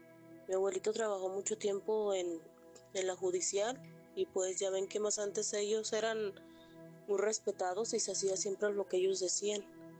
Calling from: Michoacán, Mexico; Somos del estado de Michoacán.

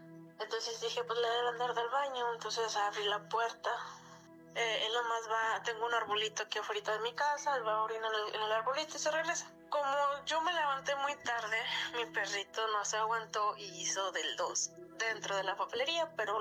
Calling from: Monterrey, Nuevo León, Mexico; Soy de Monterrey, Nuevo León

